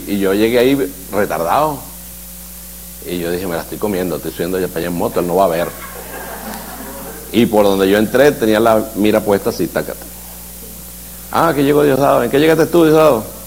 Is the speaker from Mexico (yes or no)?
no; Venezuela